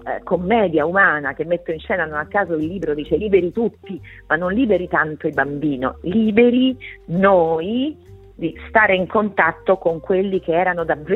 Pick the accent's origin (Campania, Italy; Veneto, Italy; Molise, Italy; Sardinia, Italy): Molise, Italy; Agnone; now in Rome, Italy; potrebbe essere Agnone, non lo so, parlo del mio paese di origine